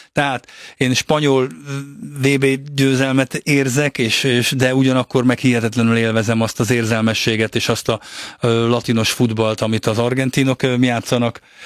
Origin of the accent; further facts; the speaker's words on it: Hungary; azt hiszem magyarként